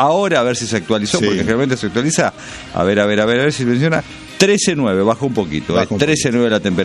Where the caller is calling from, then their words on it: Perico, Jujuy, Argentina; Hola, muy buenos días … de Perico, Jujuy, acá el cielo nublado, viejo, y así se mantiene desde hace otra semana con llovizna.